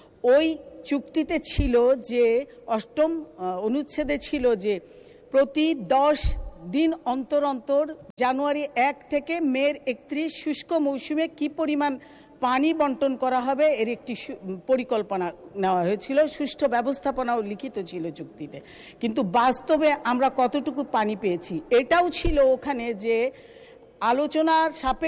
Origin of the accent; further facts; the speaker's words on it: Bangladesh; আমি বাংলাদেশি হিসেবে বাংলাদেশের নাগরিক হিসেবে